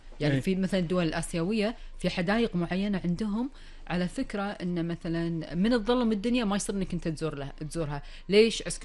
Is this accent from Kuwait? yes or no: yes; Kuwait